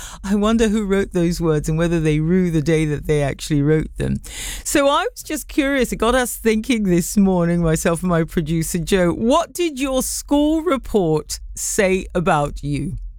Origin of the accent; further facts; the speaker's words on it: London, United Kingdom; This is also where the irony of being a Londoner really kicks in.